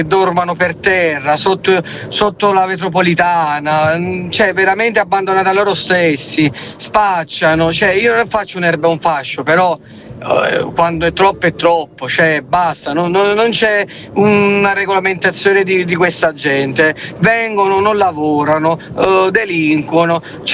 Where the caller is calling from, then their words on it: Naples, Campania, Italy; io sono di Napoli.